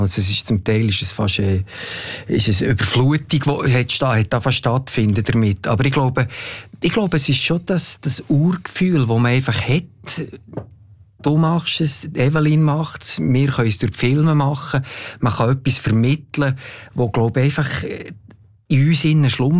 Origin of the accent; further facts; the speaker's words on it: Switzerland; ich glaube, auf der anderen Seite sind wir Schweizer, sie haben gleich auch ein bisschen ein Bergvolk.